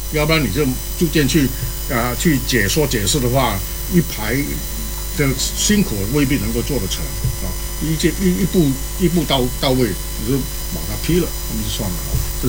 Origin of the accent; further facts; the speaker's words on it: Malaysia; now in Australia; 我是马来西亚长大的，马来西亚啊，我毕业的那个中学呢叫做尊孔国民型中学